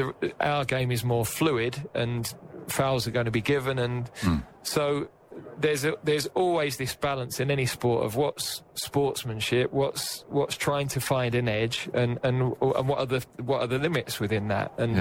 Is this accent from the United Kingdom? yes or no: yes; England, United Kingdom; that's not what I would expect as an Englishman of people, you know, in a privileged position to go and watch.